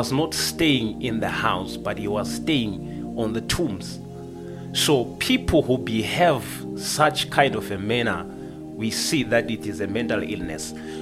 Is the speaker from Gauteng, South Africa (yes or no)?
yes; Centurion, Gauteng, South Africa; I'm coming from Oliven Houtbosch here in Centurion, and I'm fellowshipping in Lion of Judah Bible Church that is under Reverend Mike Mahowa.